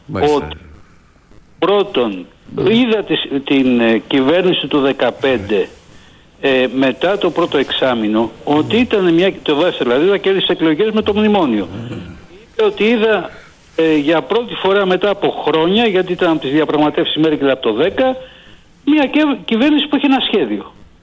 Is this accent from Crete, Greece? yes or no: no; Corinth, Peloponnese, Greece; εγώ έχω καταγωγή από την Κόρινθο και λέγανε Κορίνθη Πελοποννήση των Πελοποννησίων.